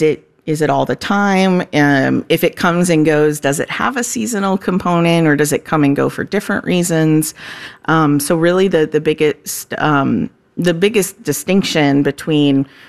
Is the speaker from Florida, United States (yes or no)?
yes; Florida, United States; moved away